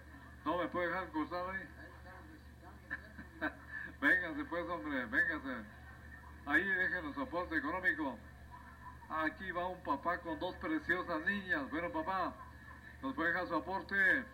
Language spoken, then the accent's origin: Spanish; Guatemala; somos una mezcla total aquí en este, en esta Guatemala nuestra.